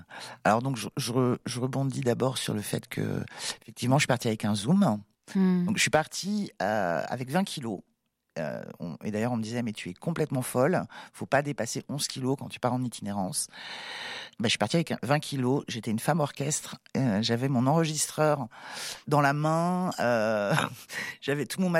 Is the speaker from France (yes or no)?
yes; Saint-Joachim, Pays de la Loire, France; moved away as an adult; also born or lived in Saint-Herblain, Nantes; now in Ardèche, France; j'ai grandi à Nantes, Saint-Herblain, puis je suis partie en Brière, près de Saint-Nazaire. J'y suis resté jusqu'à mes 18 ans. Ensuite, j'ai bourlingué. Bref, à 33 ans, j'ai emménagé en Ardèche où j'ai poursuivi ma vie d'adulte.